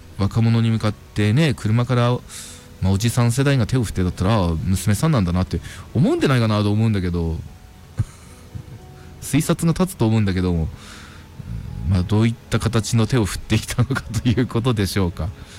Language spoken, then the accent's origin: Japanese; Miyako, Iwate, Japan; ちなみに私は宮古の山口小学校出身なのですが、当時宮園団地から毎朝バスに乗って通学してくる同級生たちが、なんだか都会の特別な人たちに見えてちょっと羨ましかったのを覚えています。